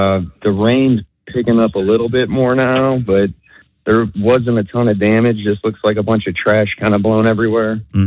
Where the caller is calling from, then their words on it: Freeport, Florida, United States; we're out here in Freeport, about 6 miles east of 331